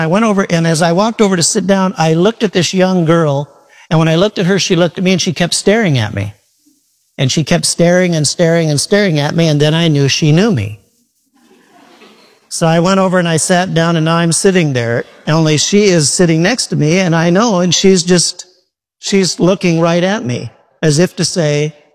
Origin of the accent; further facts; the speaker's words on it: Midwest, United States; I'm from the Midwest.